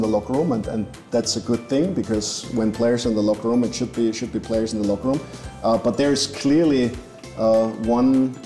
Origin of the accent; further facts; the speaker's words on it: Austria; But the thing is, for me, I grew up in Austria. Austria is very close to Italy, and pasta for me is what noodles should be like.